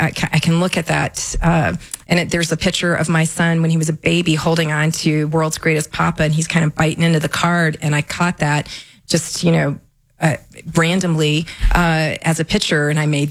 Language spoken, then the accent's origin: English; North Carolina, United States; So I'm from North Carolina.